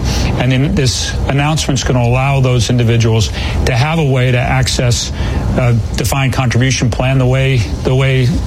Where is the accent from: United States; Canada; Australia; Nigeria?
United States; Boston, Massachusetts; I grew up in the Boston, Massachusetts area.